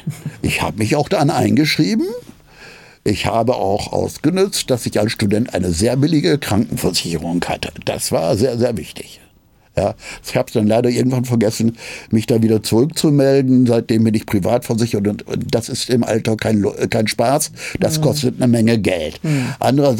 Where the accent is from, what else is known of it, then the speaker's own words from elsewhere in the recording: Osnabrück, Lower Saxony, Germany; now in Berlin, Germany; Also ich bin 72 nach West-Berlin gekommen. 72, ja. Das heißt, ich bin länger Berliner als die meisten Berliner, die hier heutzutage leben. Aber ich bin halt dadurch kein Ur-Berliner. Ich komme ursprünglich aus Osnabrück.